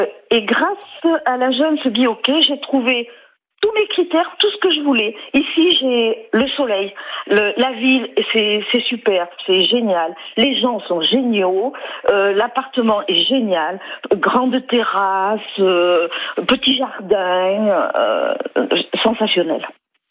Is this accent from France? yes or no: yes; Nouvelle-Aquitaine, France; moved away as an adult; je cherchais le soleil, je viens de la Corrèze.